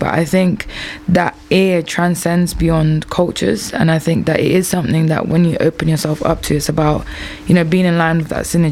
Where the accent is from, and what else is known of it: London, United Kingdom; born there